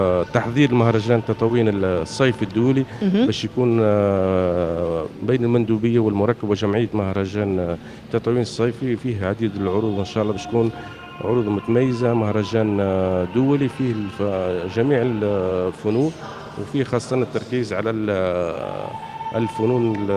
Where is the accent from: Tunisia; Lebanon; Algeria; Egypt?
Tunisia; Tataouine, Tataouine Governorate; بما ان تطاوين تسخر بالقصور الصحراويه، القصور نقولوا بلهجتنا